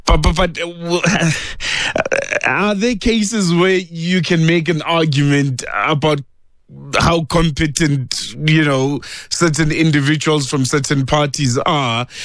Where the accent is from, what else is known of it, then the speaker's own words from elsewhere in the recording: Bochum, Limpopo, South Africa; That's my hometown. I'm from there, by the way.